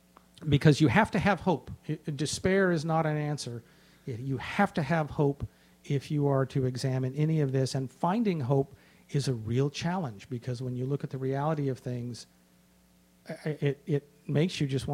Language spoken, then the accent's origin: English; Athens, Georgia, United States; born there; I was born in Athens, Georgia.